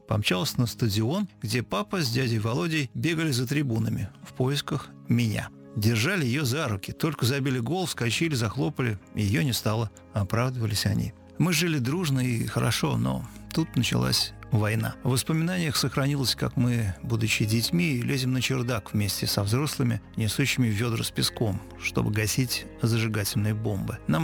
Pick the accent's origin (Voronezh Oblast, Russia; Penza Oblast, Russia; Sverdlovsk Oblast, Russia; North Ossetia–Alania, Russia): Voronezh Oblast, Russia; Voronezh; Я родилась в Воронеже в 1937 году. Наша семья – папа Семен Григорьевич, мама Анна Михайловна, бабушка Клавдия Михайловна и я жили на левом берегу реки Воронеж в коммунальной квартире